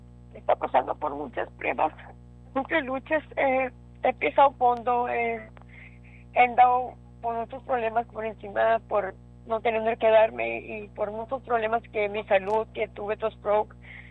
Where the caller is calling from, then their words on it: Raymondville, Texas, United States; De Raymondville